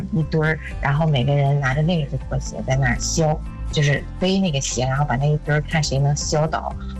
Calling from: Baoding, Hebei, China; 我是保定的啊，

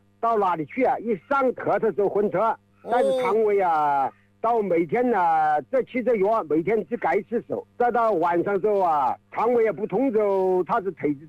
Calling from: Xiantao, Hubei, China; 我是仙桃的杨林伟镇。

